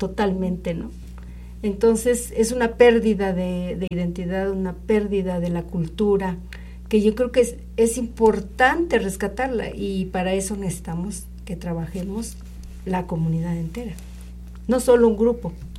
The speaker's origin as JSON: {"language": "Spanish", "town": "Cholula", "region": "Puebla", "country": "Mexico", "tie": "born or raised there", "moved": "yes", "said": "el corto tiempo que tengo de volver a mi tierra, a mi pueblo, porque bueno, no estuve aquí, estuve ausente"}